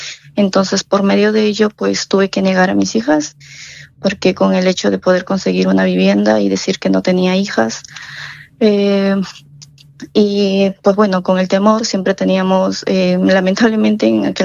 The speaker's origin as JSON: {"language": "Spanish", "country": "Peru", "moved": "as an adult", "said": "con la intención de buscar nuevas oportunidades, un mejor futuro para ellas, ya que mi país de origen es Perú."}